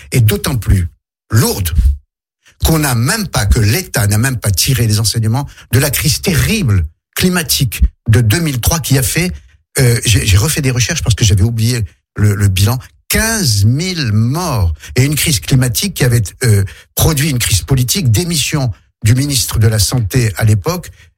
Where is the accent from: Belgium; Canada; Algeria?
Algeria; now in France; Moi, quand je suis arrivé d'Algérie dans les années 70 en France, j'étais très heureux de découvrir les quatre saisons